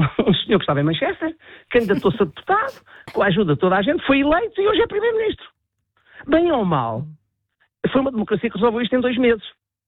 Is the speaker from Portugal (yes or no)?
yes; Portugal; eu, como português